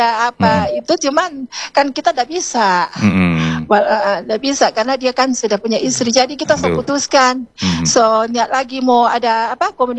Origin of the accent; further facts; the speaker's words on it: Batu Putih, North Sulawesi, Indonesia; dia cari Pak Kita di Batu Putih, kan dia tahu kan kita orang Batu Putih itu Bung Maik.